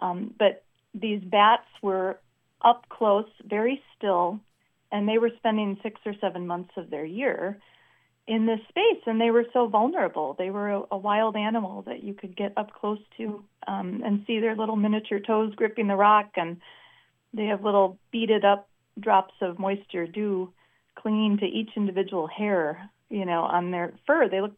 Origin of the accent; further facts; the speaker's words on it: Wisconsin, United States; I grew up in Wisconsin.